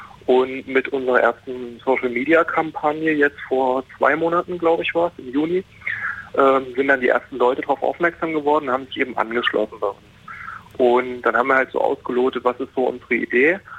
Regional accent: Bitterfeld-Wolfen, Saxony-Anhalt, Germany; Und dann haben wir gesagt, na, wir kommen aus Bitterfeld-Wolfen

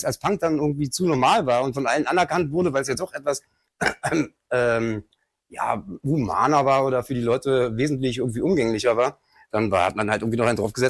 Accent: Berlin, Germany; also born or lived in Schöneberg, Berlin; geboren in Schöneberg, groß geworden in Kreuzberg.

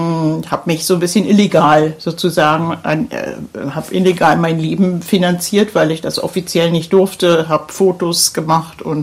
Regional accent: Berlin, Germany; Also ich komme aus dem Stadtbezirk Pankow und habe mich da auch engagiert

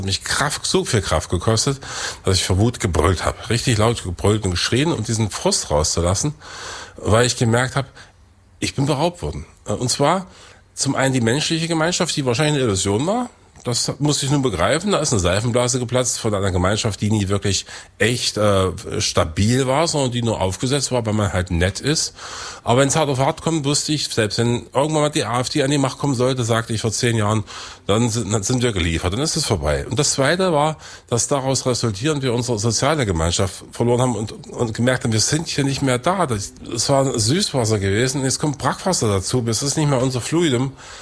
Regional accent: Weißenfels, Saxony-Anhalt, Germany; also born or lived in Eisleben; Ja, ich bin in Eisleben geboren, in Weißenfels aufgewachsen. Also es ist mein Ursprungsfluidum dieser proletarisch geprägte Kultur des Industriedreieckes.

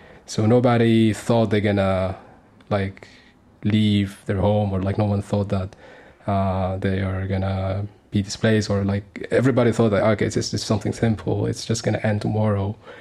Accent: Sudan; moved away as an adult; now in Germany; am 32 years old, and I'm from Sudan. I've been born and I grew up in Sudan, and I came to Germany, so around like 5 years ago.

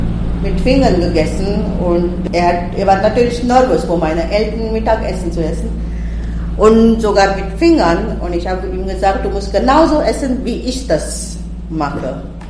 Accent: India; moved away as an adult; now in Germany; Ich bin in Indien geboren und ich bin auch dort aufgewachsen. Ich war 24 Jahre alt und ich bin hier geheiratet mit einem Lateinlehrer und ich bin 1990, so etwa 3 Tage vor der deutschen Vereinigung, nach Deutschland gekommen.

